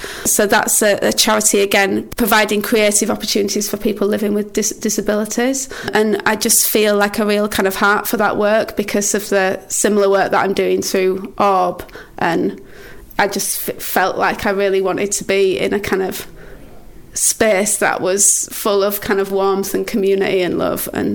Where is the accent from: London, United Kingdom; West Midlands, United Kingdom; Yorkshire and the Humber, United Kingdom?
Yorkshire and the Humber, United Kingdom; Wakefield; born there; also born or lived in Bradford; Oh, I was born in West Yorkshire, not Bradford, yeah. though. I was born in Wakefield.